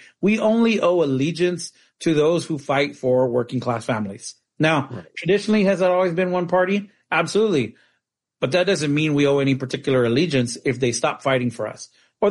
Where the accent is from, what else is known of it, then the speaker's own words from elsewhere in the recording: Phoenix, Arizona, United States; Phoenix, which is my hometown